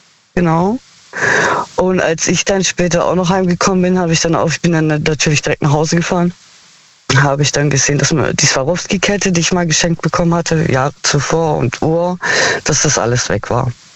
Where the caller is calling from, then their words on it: Heilbronn, Baden-Württemberg, Germany; Aus Heilbronn.